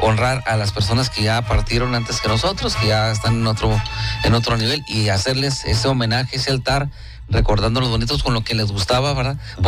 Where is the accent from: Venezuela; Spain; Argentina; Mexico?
Mexico